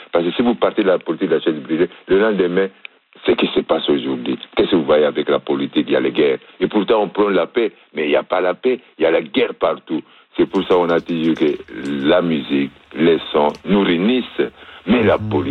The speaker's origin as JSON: {"language": "French", "country": "Germany", "tie": "born or raised there", "said": "en revenant de l'Europe, où j'ai grandi en Allemagne, à l'époque de Mur de Berlin"}